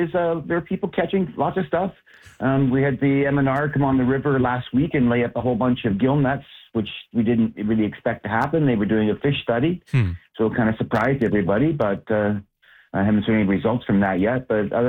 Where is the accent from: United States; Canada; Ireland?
Canada; Ontario; I grew up in Southern Ontario, so it was a family tradition every year to go to the C&E.